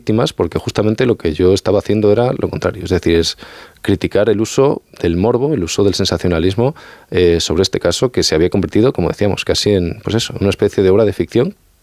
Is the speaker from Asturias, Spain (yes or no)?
no; Extremadura, Spain; Yo vengo de la Sierra de Gata